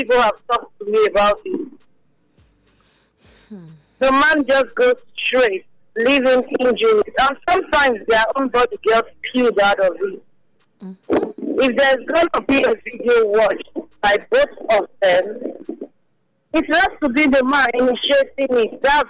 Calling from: Benin City, Edo, Nigeria; I'm calling from Benin.

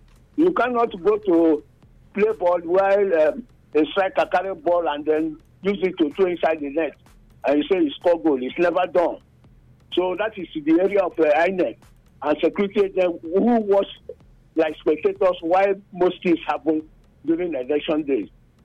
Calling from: Nigeria; I'm calling from Obeson Community.

